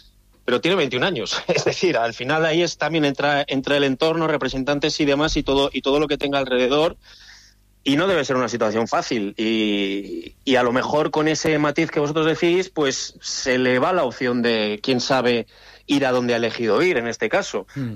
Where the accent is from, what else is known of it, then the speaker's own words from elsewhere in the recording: Valladolid, Castile and León, Spain; somos de Valladolid, aficionados del Valladolid y demás